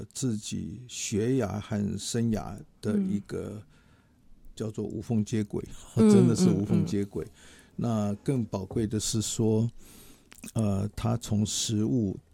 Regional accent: Taiwan; 我这个从小在台湾出生长大的小孩啊，今年活到74了，

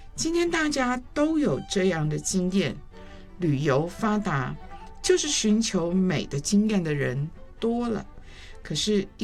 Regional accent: Shanghai, China; 我是上海人，上海人是农农农

